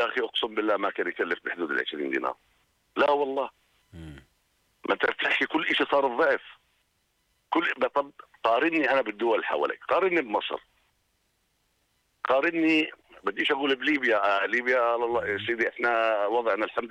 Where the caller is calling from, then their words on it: Aqaba Governorate, Jordan; طلعت مرتين على اربد من العقبة لاربد رجعت للعقبة وقبل يومين طلعت لاربد ورجعت للعقبة